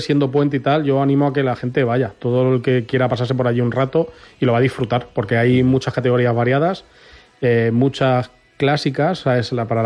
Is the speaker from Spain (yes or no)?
yes; Albacete, Castilla-La Mancha, Spain; es un orgullo para nosotros que somos de Albacete.